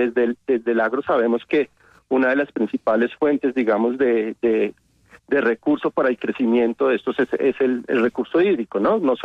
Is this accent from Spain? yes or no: no; Colombia